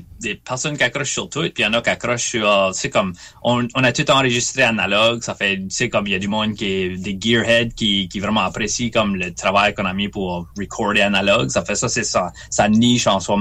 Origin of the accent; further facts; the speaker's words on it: Memramcook, New Brunswick, Canada; c'est des histoires de du monde de Memram Cook, de mon village natal.